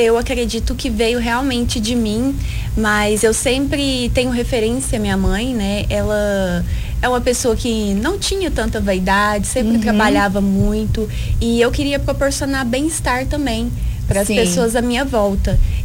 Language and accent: Portuguese; Tupaciguara, Minas Gerais, Brazil; Nasci aqui. Sou Sim. nascida e criada aqui em Tupaciguara, mas precisei sair em busca de oportunidades.